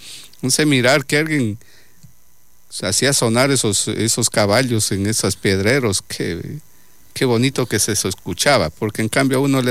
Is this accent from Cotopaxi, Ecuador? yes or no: no; Changaimina, Loja, Ecuador; moved away; este precioso sector de mi tierra de Changaimina